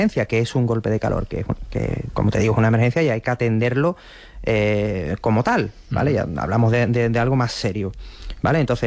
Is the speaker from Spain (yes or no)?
yes; Spain; porque yo creo que es que somos españoles, y como españoles que somos, decimos, venga, vamos